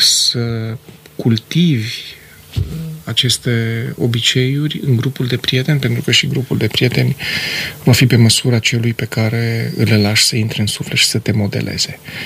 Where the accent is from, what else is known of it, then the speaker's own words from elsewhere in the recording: Romania; noi ca români